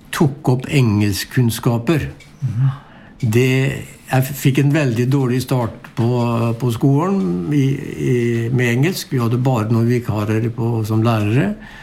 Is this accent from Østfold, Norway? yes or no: yes; Sarpsborg, Østfold, Norway; Så når vi ute og folk spør hvor vi kommer ifra, så sier jeg Skjeberg. Ja. Men så må jeg liksom innimellom følge til, da, det altså i nærheten av Sarpsborg kommune.